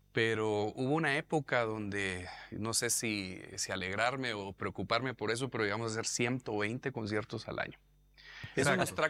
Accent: San Marcos, Guatemala; más nosotros que venimos de San Marcos

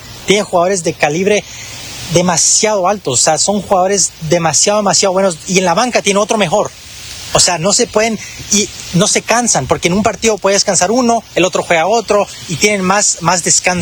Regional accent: Ecuador; Todos los 18 millones de ecuatorianos

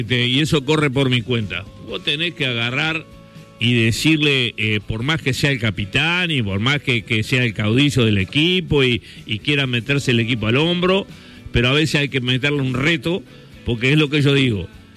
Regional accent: Melo, Cerro Largo, Uruguay

